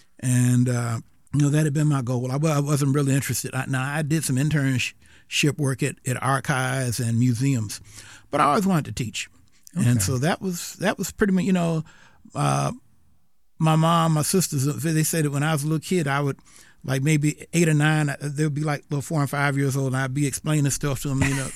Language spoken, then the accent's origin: English; South Carolina, United States; So anyway, so the bottom line is I grew up in South Carolina. And it wasn't until I was an old man I realized that I actually have roots in South Carolina. Mm-hmm. But that's where I grew up.